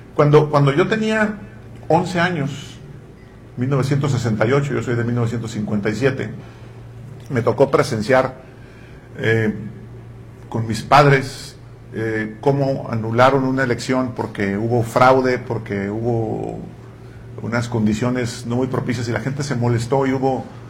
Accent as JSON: {"language": "Spanish", "town": "Tijuana", "region": "Baja California", "country": "Mexico", "also_born_or_lived": "Guadalajara", "said": "soy arquitecto, obviamente no soy de Mexicali, soy de Tijuana, pero baja californiano."}